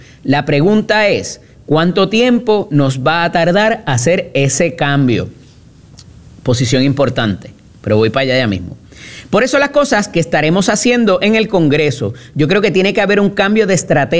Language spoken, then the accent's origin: Spanish; Puerto Rico